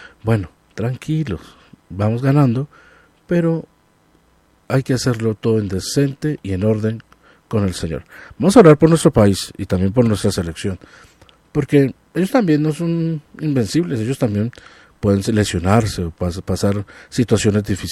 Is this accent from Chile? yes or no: no; Colombia; born there; somos colombianos. Nacimos en esta bella tierra, en esta hermosa nación